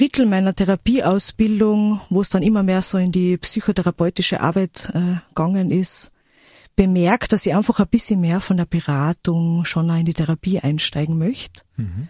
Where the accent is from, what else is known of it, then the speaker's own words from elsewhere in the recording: Carinthia, Austria; also born or lived in Villach; Ich bin in Villachstadt geboren und habe dann letztlich in Villachland, also in Kärnten, dann meine Kindheit und Schulzeit verbracht.